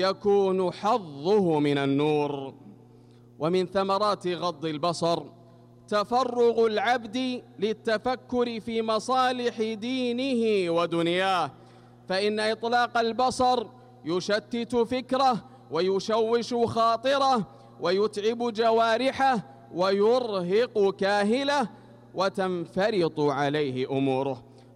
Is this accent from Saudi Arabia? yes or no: yes; Saudi Arabia